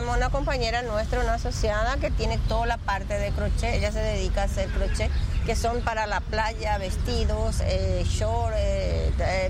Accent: Yataity, Guairá, Paraguay; Yo inclusive tengo las mantillas de la Opoí auténtico porque es de mi pueblo, de Yataití.

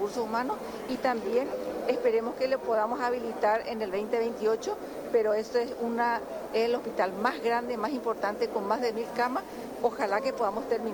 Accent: Paraguay; uno de los logros muy importantes que tenemos como paraguayos

